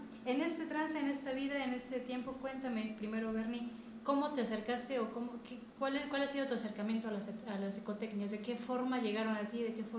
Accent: Puebla, Mexico; born there; yo soy poblana finalmente de nacimiento, mi familia es dispersa, ¿no?, de cada uno un lugar diferente, y de alguna forma me he desarrollado, ¿no?, justamente en estas tierras benditas que nos han recibido

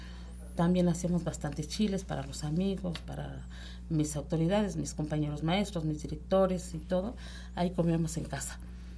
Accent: Yancuitlalpan, Puebla, Mexico; porque yo soy de Yanquitlalpan, así, ahí nací, es mi pueblo natal.

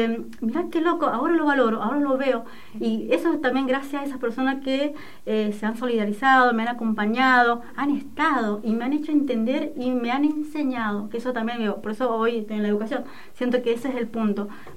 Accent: Argentina; also born or lived in Bolivia; desde los 3 años que estoy acá, pero siempre te han señalado como la boliviana.

